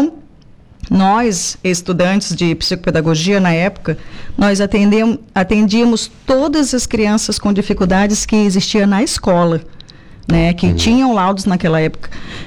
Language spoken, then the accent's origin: Portuguese; Belém, Pará, Brazil; Depois voltei para Belém, que é a minha terra natal, e lá continuamos os nossos trabalhos, né?